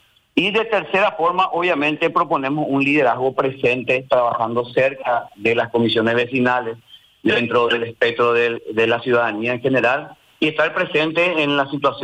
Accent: Asunción, Paraguay; yo soy un asunceno que hace 45 años nació, creció, vivió toda su vida en un barrio muy populoso como es el barrio San Vicente de Asunción

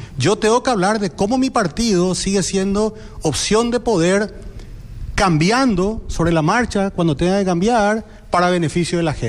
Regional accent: Paraguay

